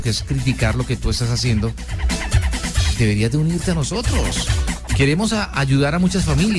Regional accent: Colombia; todos somos colombianos

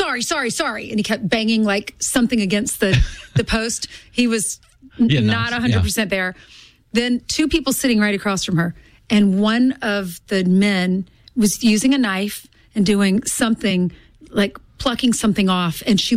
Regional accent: South Carolina, United States; born or raised there; now in New York, United States

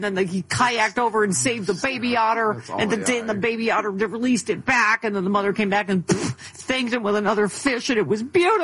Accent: Lockport, New York, United States; moved away; my hometown.

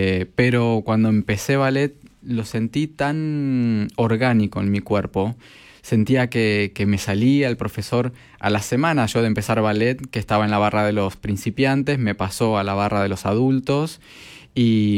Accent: Buenos Aires, Argentina; also born or lived in Villa Mercedes, San Luis; Mis papás se mudaron acá a Buenos Aires cuando yo tenía un añito, así que me crié en Buenos Aires

